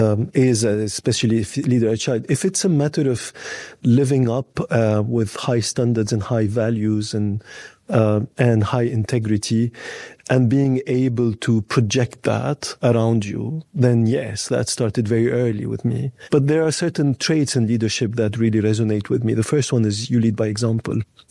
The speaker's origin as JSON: {"language": "English", "country": "Lebanon", "tie": "born or raised there", "also_born_or_lived": "France", "moved": "as an adult", "said": "So I grew up in Lebanon. At age 18, I moved to France for my university."}